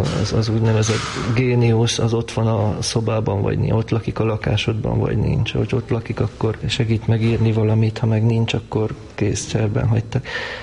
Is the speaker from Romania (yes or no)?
yes; Arad, Arad County, Romania; moved away as an adult; also born or lived in Târgu Mureș, Romania; amíg ott éltem, az alatt a 18 év alatt, én végig elvágyódtam onnan.